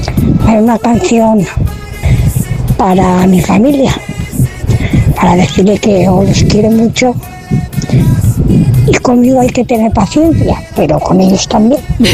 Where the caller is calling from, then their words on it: Anna, Valencian Community, Spain; estamos en fiestas en mi pueblo.